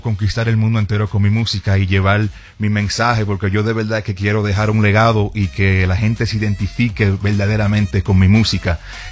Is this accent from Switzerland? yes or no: yes; Switzerland; also born or lived in Dominican Republic; Nací y me crié allá